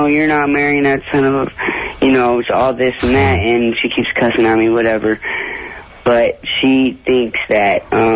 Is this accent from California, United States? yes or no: yes; Los Angeles, California, United States; now in Pasadena, United States; Oh, me, I'm originally from L.A.